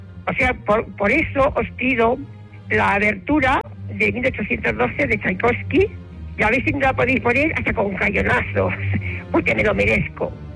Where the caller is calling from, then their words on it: Móstoles, Community of Madrid, Spain; os llamo desde Móstoles.